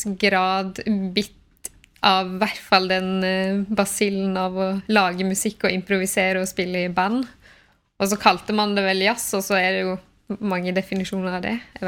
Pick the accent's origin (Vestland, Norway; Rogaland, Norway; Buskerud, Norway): Vestland, Norway; Breim; now in Oslo, Norway; Jeg kommer fra Nordfjord, fra Breim i Sogn og Fjordane. Og ja, spiller sax, har vokst opp der og har kommet til Oslo for å ja, prøve å spille litt mer.